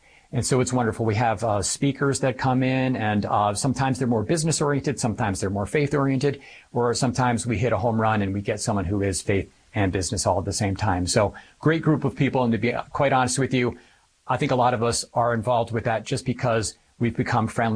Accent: Connecticut, United States; moved away as an adult; I'm from Connecticut.

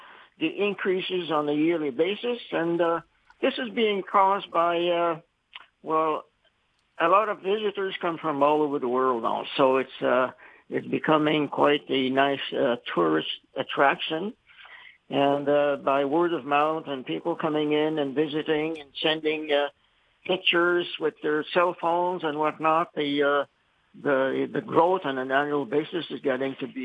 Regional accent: Notre Dame de Lourdes, Manitoba, Canada; now in St. Malo, Canada; I came from a small town in Manitoba called Notre Dame de Lourdes, which was a French community, very religious in the sense that I was born in 1945.

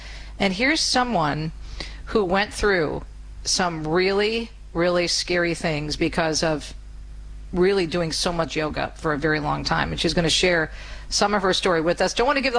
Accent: Michigan, United States; in northern Lower Michigan, it's just beautiful if you're heading up to Mackinac Island or any of the northwestern places that are so gorgeous up in my home state

